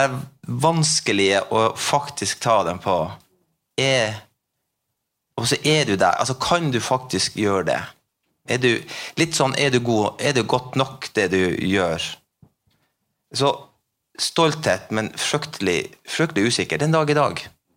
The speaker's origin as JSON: {"language": "Norwegian", "region": "Finnmark", "country": "Norway", "tie": "born or raised there", "said": "jeg vokste opp i Ålefjord, og det jo en sjøsamisk bygd fra gammelt av. Et par generasjoner tilbake i tid så snakket jo alle samisk, men jeg visste jo ikke det når jeg vokste opp der. Så vi vokste opp som norsk"}